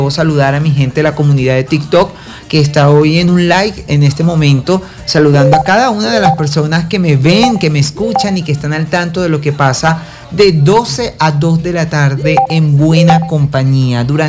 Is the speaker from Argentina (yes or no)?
no; Venezuela